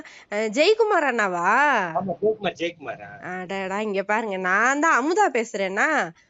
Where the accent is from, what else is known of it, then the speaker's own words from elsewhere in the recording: Tenkasi, Tamil Nadu, India; நானும் தென்காசி தான்.